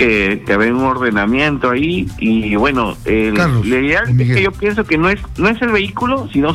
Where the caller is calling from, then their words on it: Lima, Peru; De Surco.